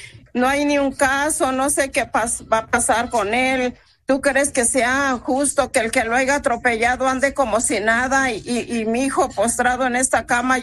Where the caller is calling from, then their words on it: Corona, California, United States; En Corona, cerca de donde vivimos. Yo vivo en Corona, California